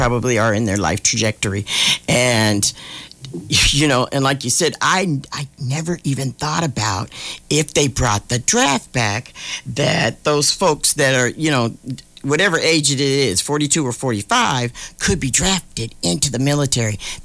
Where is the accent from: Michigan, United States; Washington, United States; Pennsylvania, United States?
Washington, United States; moved away; You know, I'm originally from Washington State.